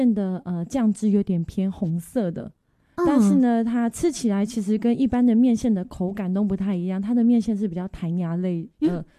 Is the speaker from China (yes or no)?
no; Shulin, New Taipei, Taiwan; also born or lived in Taoyuan; 就从小在新北树林长大。